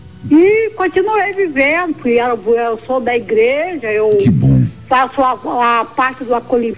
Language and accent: Portuguese; Espírito Santo, Brazil; now in Campos dos Goytacazes, Brazil; estado do Rio de Janeiro, mas eu sou natural do Espírito Santo.